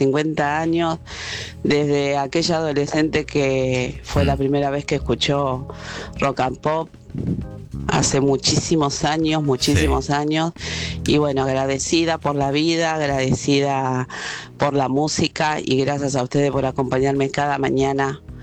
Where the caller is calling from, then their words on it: San Miguel, Argentina; de San Miguel.